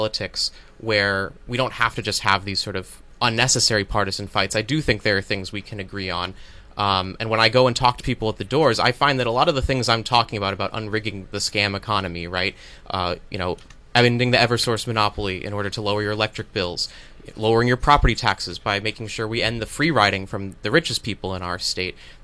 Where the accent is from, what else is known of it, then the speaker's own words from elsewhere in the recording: Sprague, Connecticut, United States; I'm from Sprague, live in Sprague